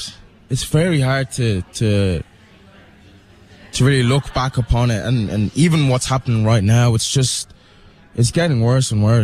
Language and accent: English; Dublin, Leinster, Ireland; being a black Irish man and growing up in Dublin.